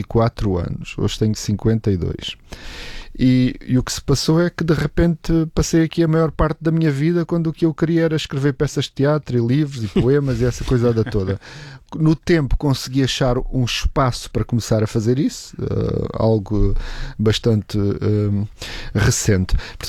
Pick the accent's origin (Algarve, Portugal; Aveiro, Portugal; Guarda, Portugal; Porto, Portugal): Algarve, Portugal; moved away as an adult; now in Lisbon, Portugal; Então, eu vim lá do Algarve para Lisboa para estudar Direito e depois quis a vida que eu alinhasse aí para outras atividades.